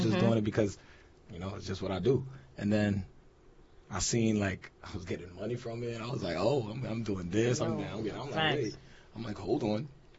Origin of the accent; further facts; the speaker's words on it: New York City, New York, United States; moved away as an adult; now in Long Island, United States; I'm from Brooklyn originally. I'm Flatbush. I moved to Long Island probably 6 years ago.